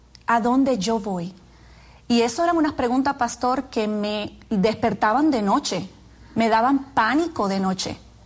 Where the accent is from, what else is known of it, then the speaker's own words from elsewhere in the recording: Dominican Republic; moved away as an adult; now in New York, United States; Soy dominicana. Nací en República Dominicana, sí. Y ahí me crié, fui a la universidad en República Dominicana y vine luego a New York a estudiar.